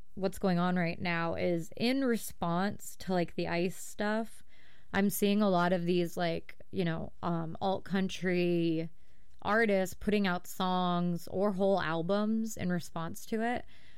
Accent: Tucson, Arizona, United States; And where Chase and I grew up in Tucson, you can't go anywhere without hearing that song being played live.

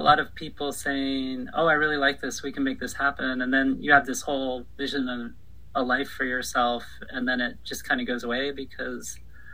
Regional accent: Eugene, Oregon, United States; also born or lived in Los Angeles; So I grew up in Eugene until I was 11. Then my family moved to LA and I went to UCLA.

